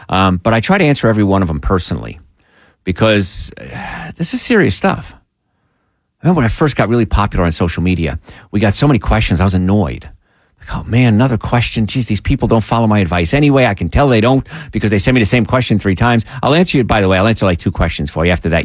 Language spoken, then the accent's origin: English; New Jersey, United States; when I was young, I grew up in New Jersey. And I grew up, I was a truck driver, I grew up on the streets.